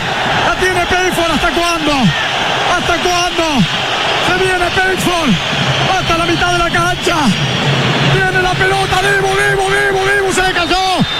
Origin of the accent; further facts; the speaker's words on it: Argentina; ¡Somos argentinos!